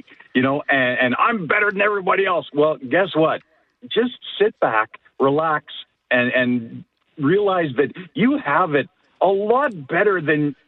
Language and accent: English; Calgary, Alberta, Canada; born there; moved away; I was born in Calgary. I was Alberta for quite some time.